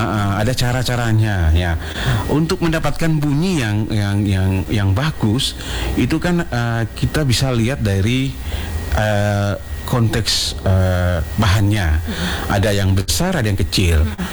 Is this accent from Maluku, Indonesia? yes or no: yes; Maluku, Indonesia; Tapi kemudian karena lokal jenisnya kita ya, orang Maluku, kemudian itu bisa dibuat menjadi salah satu alat musik tradisi.